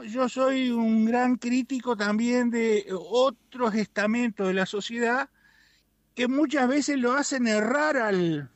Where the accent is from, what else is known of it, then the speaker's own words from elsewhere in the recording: Soriano, Uruguay; yo soy medio de Soriano también